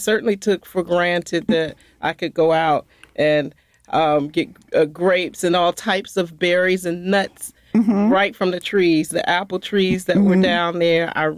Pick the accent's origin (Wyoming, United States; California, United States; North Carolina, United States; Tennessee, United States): North Carolina, United States; Raleigh; I was born in Raleigh, but my mom and dad grew up in a small town called Zebulon, North Carolina.